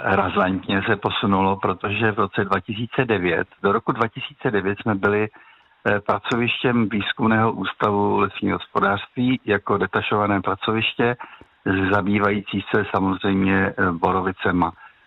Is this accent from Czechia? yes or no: yes; Opočno, Hradec Králové Region, Czechia; My jsme v té době bydleli v Opočně, takže já jsem trávil mládí v Opočně, ale když se dostavila služební budova v roce 67, tak jsme se sem přestěhovali a trávil jsem tady ne úplně dětství, ale dospívání.